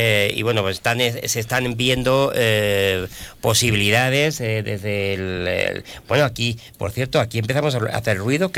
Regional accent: Valdepeñas, Castilla-La Mancha, Spain; also born or lived in Madrid; Me siento tan valdepeñero como madrileño, lo digo siempre y es así.

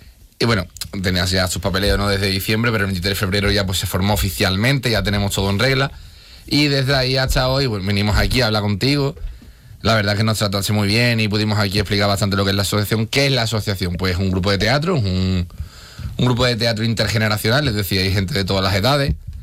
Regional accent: Spain; Yo soy de San José Obrero desde pequeño. Ajá. Toda la vida allí.

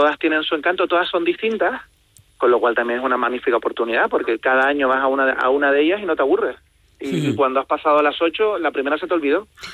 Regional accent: Canary Islands, Spain; La gran mayoría de trabajadores de Vinter somos canarios

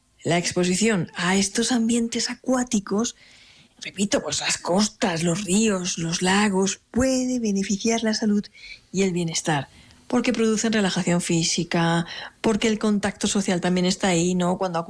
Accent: Alicante, Valencian Community, Spain; O sea, yo, por ejemplo, que soy del Mediterráneo, de Alicante, yo cuando voy a la playa siempre me gusta situar donde el agua rompe contra unas roquitas, ¿no?

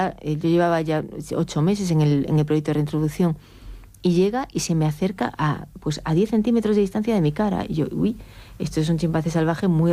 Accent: Galicia, Spain; accent: Galician; moved away

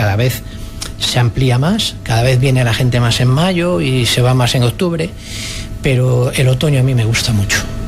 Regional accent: Mondoñedo, Galicia, Spain; also born or lived in Santiago de Compostela

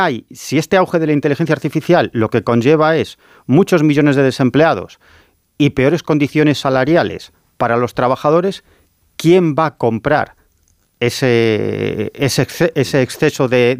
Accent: Galicia, Spain; en Occidente estamos, como decimos en mi tierra, a velas vir, en gallego.

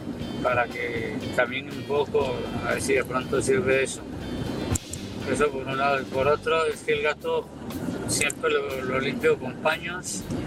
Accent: Barcelona, Catalonia, Spain

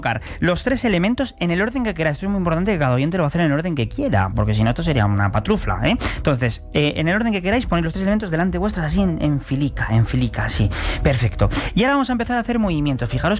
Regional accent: Cisneros, Castile and León, Spain; Yo soy de Cisneros, un pueblo de Segovia, ¿entiendes?

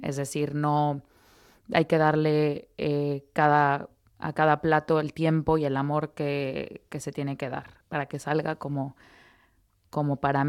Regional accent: Mexico; moved away

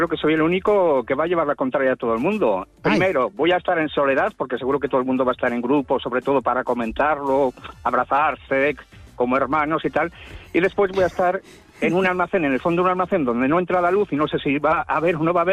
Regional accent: Bilbao, Basque Country, Spain; now in Galicia, Spain; Digo que estoy en Galicia, pero yo soy de Bilbao.

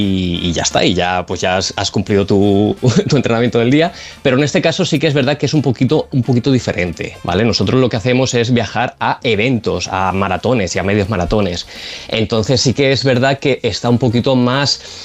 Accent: Valencia, Valencian Community, Spain; bueno, nosotros somos de Valencia

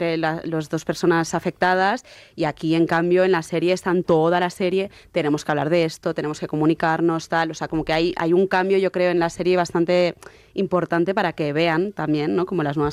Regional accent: Barcelona, Catalonia, Spain; pero es que la cosa de irte al mar, yo es que soy de Barcelona

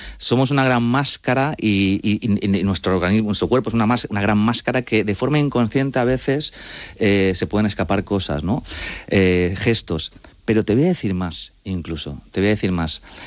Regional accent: Madrid, Community of Madrid, Spain; soy madrileño, sí, y mis padres son argentinos

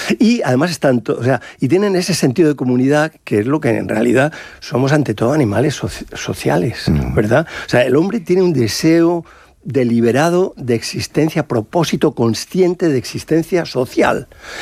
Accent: Madrid, Community of Madrid, Spain; Y luego, fíjate, yo soy madrileño

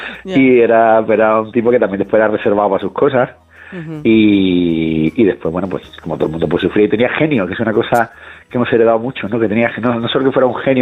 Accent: Cádiz, Andalusia, Spain; y yo además me crié en Cádiz

